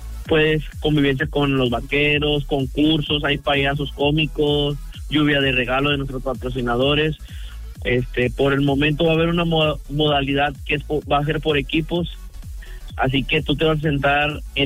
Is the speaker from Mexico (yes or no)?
yes; Monterrey, Nuevo León, Mexico; yo soy de Monterrey, Nuevo León, compadre.